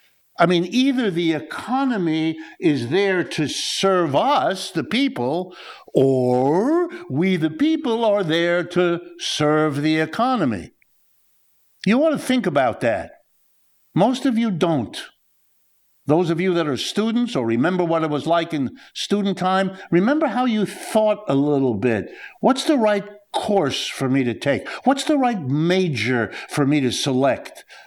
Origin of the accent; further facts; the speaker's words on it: United States; I'm an American.